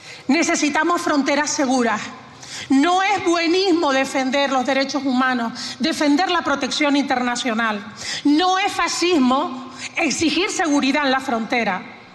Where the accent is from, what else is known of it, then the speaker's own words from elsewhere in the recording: Canary Islands, Spain; lo que los canarios hemos sentido